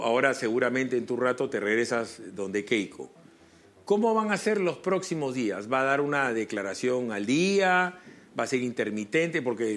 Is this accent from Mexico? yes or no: no; Peru